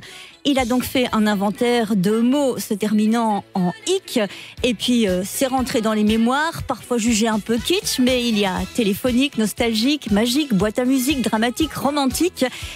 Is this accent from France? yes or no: no; Belgium; a eu un grand succès également chez nous en Belgique.